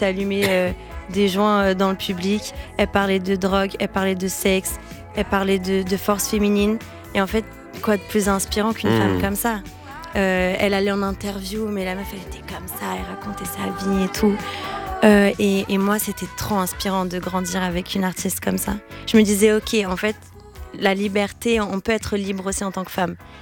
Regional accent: Brazil; now in France; Et pour moi, c'est important, moi en tant que Brésilienne en France, de pouvoir aussi les mettre en avant.

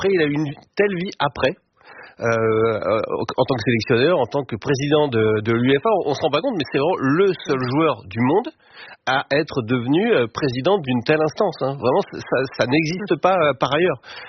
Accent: France; moi, en tant que Français

